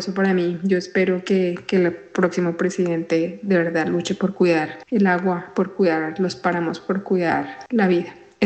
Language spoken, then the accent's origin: Spanish; Colombia; Y a nosotros como colombianos